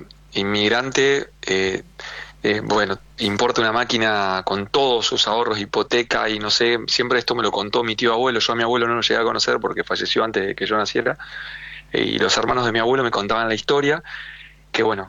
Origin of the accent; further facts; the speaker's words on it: Rosario, Santa Fe, Argentina; nos criamos en Rosario, vivimos Rosario